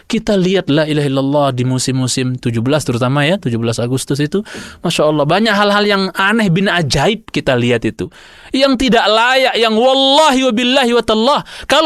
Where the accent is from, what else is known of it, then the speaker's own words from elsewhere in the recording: Lombok, West Nusa Tenggara, Indonesia; saya orang Lombok ya.